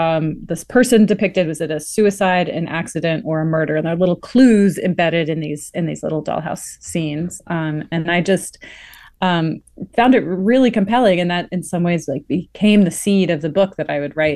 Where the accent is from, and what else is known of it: East Coast, United States; also born or lived in Texas